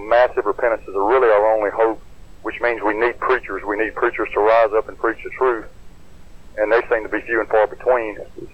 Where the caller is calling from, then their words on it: Louisiana, United States; I'm in northern Louisiana.